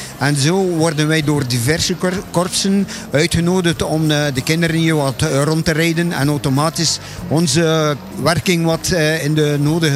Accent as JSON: {"language": "Dutch", "town": "Roeselare", "region": "Flanders", "country": "Belgium", "said": "Ja, inderdaad. We zijn van Roeselaar."}